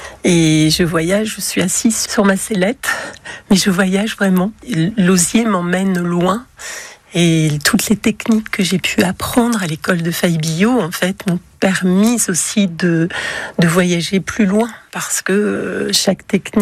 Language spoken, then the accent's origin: French; Rethel, Grand Est, France; born there; now in Évergnicourt, France; je suis ardennaise de cœur et de naissance, puisque je suis née à Assy-Romans, à Rethel exactement, donc dans le berceau du Boudin Blanc.